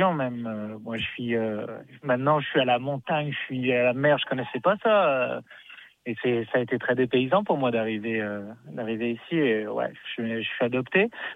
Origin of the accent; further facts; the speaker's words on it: Quebec, Canada; accent: Québécois; je stresse quand je monte sur scène ou quand je dois parler à la radio, c'est plus mon accent québécois qui revient